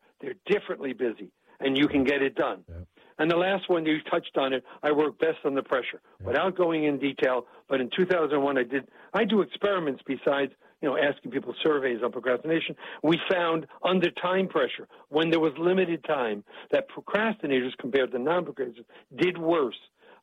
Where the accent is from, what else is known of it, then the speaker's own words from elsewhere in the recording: New York, United States; I'm from New York, so I can do this.